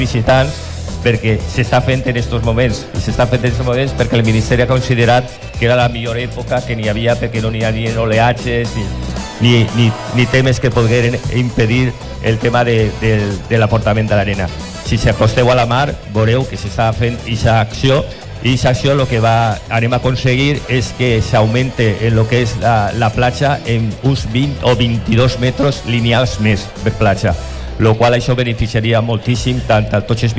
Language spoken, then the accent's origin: Catalan; El Perelló, Valencian Community, Spain; d'on eres? Del Perelló.